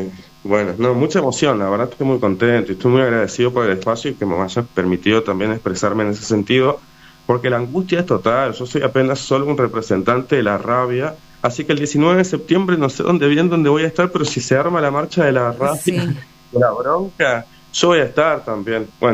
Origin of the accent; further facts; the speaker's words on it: Resistencia, Chaco, Argentina; also born or lived in La Paz, Entre Ríos, Argentina; now in San Martín, Argentina; Nací en La Paz, crecí en Resistencia, y bueno, ahora estoy en Buenos Aires. Ahora estoy en San Martín